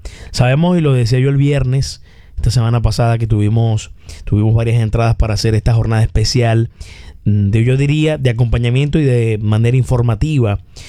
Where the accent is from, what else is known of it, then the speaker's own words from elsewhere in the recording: Venezuela; la resiliencia es parte de nuestro ADN como venezolanos